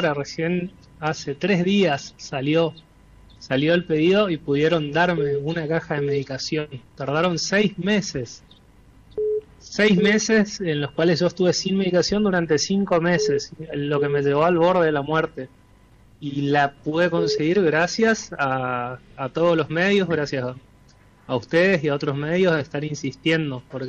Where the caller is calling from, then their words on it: Chaco, Argentina; yo soy chaqueño.